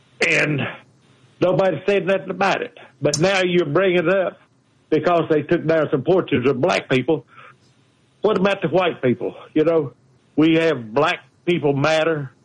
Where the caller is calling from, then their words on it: the South, United States; I'm from the South, and I love the South